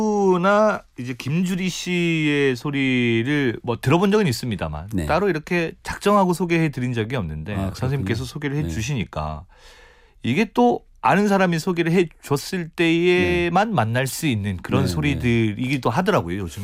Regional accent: South Korea; 이게 약간 예전에 그 이제 섬에서 컸으니까 네. 바닷가에 떠내려온 신문을 보면 종이 신문 보면

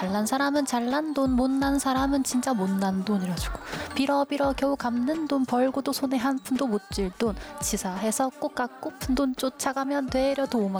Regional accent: South Korea; 지금 제가 한국인이니까 제 안에 있는 음악 같아요.

